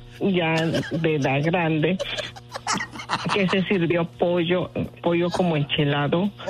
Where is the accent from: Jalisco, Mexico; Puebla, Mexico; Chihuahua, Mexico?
Puebla, Mexico; now in United States; Soy de Puebla.